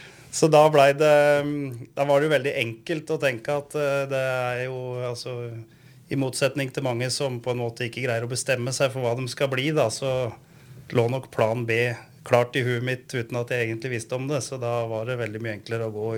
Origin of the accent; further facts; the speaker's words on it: Uvdal, Buskerud, Norway; vi vokste jo opp i Uvdal med langt til de aller fleste jamngamle, så jeg har vokst opp med storesøster